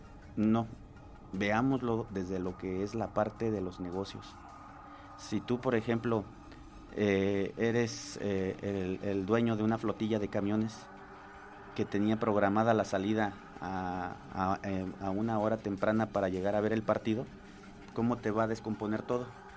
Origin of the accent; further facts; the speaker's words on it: Mexico; Somos mexicanos